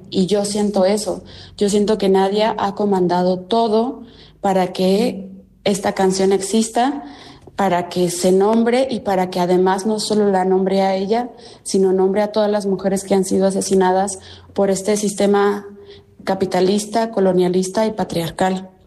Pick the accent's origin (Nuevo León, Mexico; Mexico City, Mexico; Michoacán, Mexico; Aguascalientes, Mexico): Michoacán, Mexico; Morelia; solo nos reunimos en silencio en Morelia, de donde yo soy.